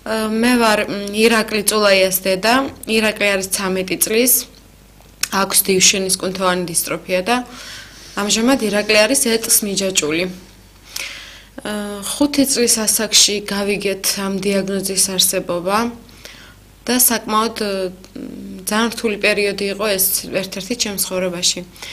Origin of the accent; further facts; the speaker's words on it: Abkhazia, Georgia; ჩვენ აფხაზეთიდან ვართ. იქ ცხოვრობდით